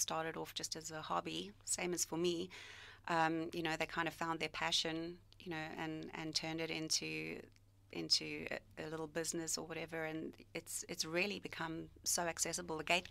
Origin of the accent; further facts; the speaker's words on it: Rustenburg, North West, South Africa; now in Traralgon, Australia; I'm originally from South Africa.